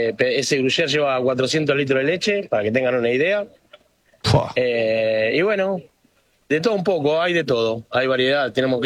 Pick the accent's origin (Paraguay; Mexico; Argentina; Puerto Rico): Argentina; San Antonio de Areco, Buenos Aires Province; Yo soy de San Antonio de Areco.